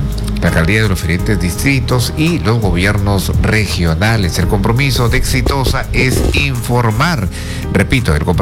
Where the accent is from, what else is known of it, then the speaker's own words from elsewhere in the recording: Tumbes, Peru; saludos Tumbes, mi tierra.